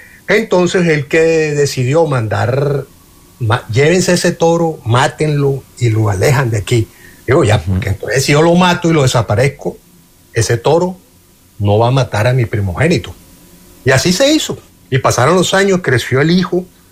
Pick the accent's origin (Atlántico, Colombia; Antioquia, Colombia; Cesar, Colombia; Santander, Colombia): Atlántico, Colombia; Barranquilla; now in Canada; Yo tenía 10, 11 años. En Barranquilla, yo soy de Barranquilla, vivo en Canadá